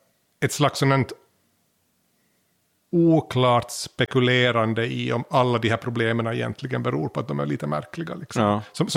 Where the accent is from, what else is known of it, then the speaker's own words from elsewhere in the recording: Finland; När man växte upp i Finland så vi hade ju mycket mindre invandring.